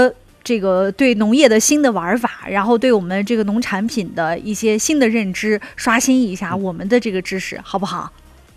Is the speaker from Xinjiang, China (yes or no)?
yes; Xinjiang, China